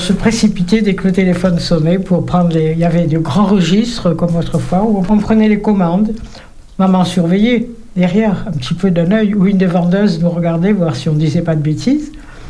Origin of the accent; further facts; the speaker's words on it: Oran, Oran Province, Algeria; Moi, j'ai eu une enfance très, très heureuse. Je suis née à Oran, en Algérie, avec des parents qui travaillaient beaucoup, qui avaient des pâtisseries.